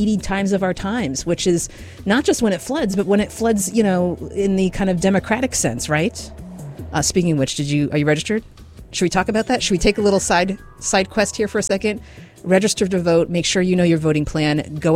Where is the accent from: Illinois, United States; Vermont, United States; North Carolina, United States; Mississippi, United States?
Vermont, United States; Barre; since I was a teenager growing up in Barrie City.